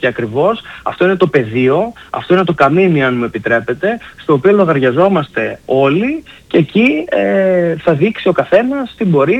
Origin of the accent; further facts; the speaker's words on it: Trikala, Thessaly, Greece; moved away as an adult; now in Athens, Greece; εγώ είμαι 30 χρονών, είμαι ένας νέος δικηγόρος. Γεννήθηκα και μεγάλωσα στα Τρίκαλα